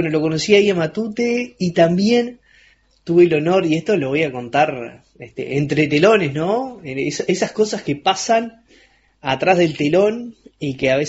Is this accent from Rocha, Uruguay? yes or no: yes; La Coronilla, Rocha, Uruguay; Yo soy oriundo del departamento de Rocha, más específicamente soy nacido en Balneario La Coronilla, en la frontera, cerca de la frontera con Chuy, con Brasil.